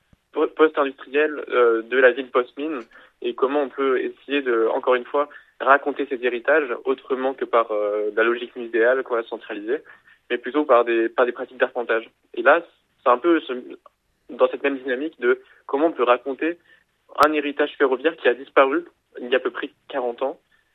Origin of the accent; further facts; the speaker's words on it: Auvergne-Rhône-Alpes, France; Non, moi je viens de Orléans, pas loin de Thiers, le Zou.